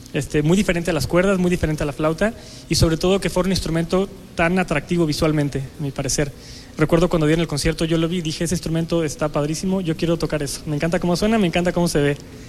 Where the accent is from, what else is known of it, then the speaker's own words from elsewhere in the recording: Celaya, Guanajuato, Mexico; Yo soy de Celaya, Guanajuato.